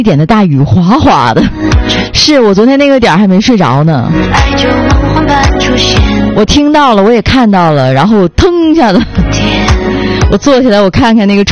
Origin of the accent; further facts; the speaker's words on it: Northeast China, China; 这个立秋啊，真是对于我们东北人来说期盼已久。